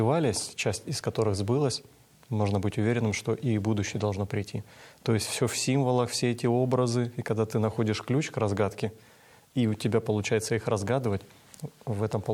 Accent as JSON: {"language": "Russian", "region": "Kabardino-Balkaria", "country": "Russia", "tie": "born or raised there", "said": "Ну, во-первых, я вырос в Кабардино-Балкарии, в Малой Кабарде."}